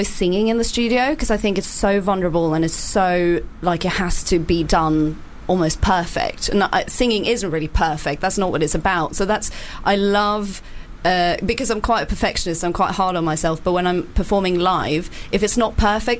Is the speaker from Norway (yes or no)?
yes; Norway; first language Norwegian; English is a second language; Well, I'm Norwegian. So Norwegian is my first language.